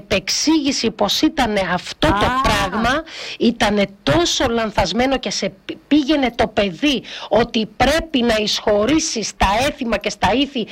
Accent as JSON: {"language": "Greek", "country": "Greece", "said": "Εδώ είμαστε Έλληνες, είμαστε Ελλάδα και πρέπει να σέβονται οι άνθρωποι που έρχονται το δικό μας θρήσκευμα"}